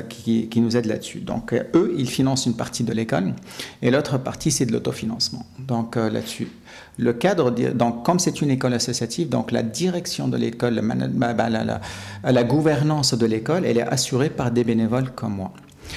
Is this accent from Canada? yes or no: yes; Canada; je suis Canadien d'origine tunisienne.